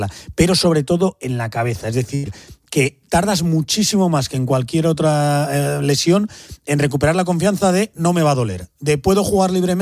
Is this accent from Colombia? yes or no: no; Spain; Habrá que echar una siesta larga, como buen español.